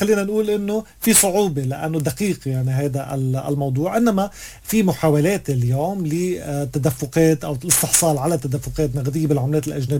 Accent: Lebanon; نحن رح ندفع حقه كلبنانيين

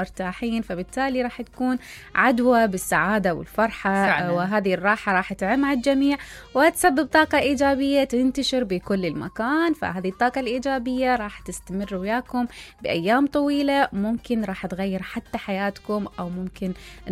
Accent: Iraq; كرم العادي احنا كعراقيين متعلمين عليه يعني احنا ورثناها من اهن اجدادنا ابائنا

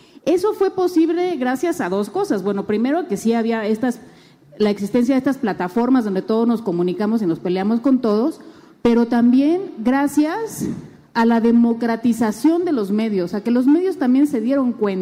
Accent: Morelos, Mexico; moved away; Nosotros venimos de… pues de… yo vengo de Morelos.

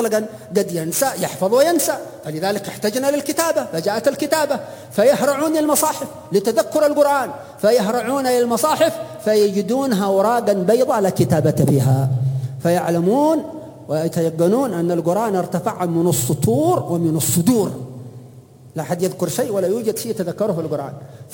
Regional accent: Hadhramaut, Yemen; عندنا في حضرموت

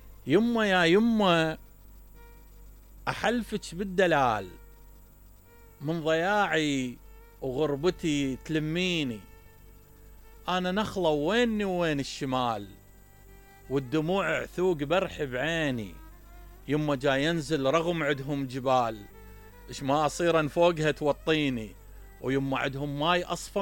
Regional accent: Basra, Basra Governorate, Iraq; يعني أنا أطلع من البصرة ما أقدر أعيش بالديوانية، ما أقدر أعيش ببغداد، ما أقدر أعيش بسليمانية،

